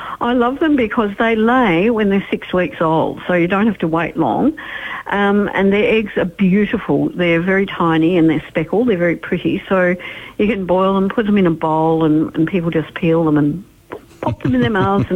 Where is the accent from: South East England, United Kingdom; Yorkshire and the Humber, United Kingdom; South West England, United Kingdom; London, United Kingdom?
South East England, United Kingdom; Dorking; I come from the English town of Dorking in England